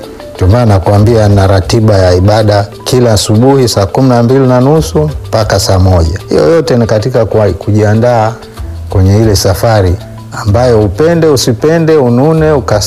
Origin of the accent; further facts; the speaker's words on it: Same, Kilimanjaro, Tanzania; moved away; Kijijini kwetu tuna nyumba yetu Same kule